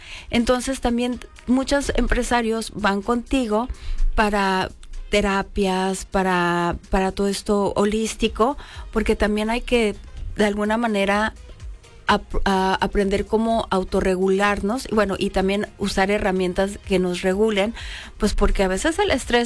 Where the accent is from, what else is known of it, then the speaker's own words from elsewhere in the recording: Mexico; nosotros los mexicanos tenemos esa genialidad que nos los admiran en todos lados.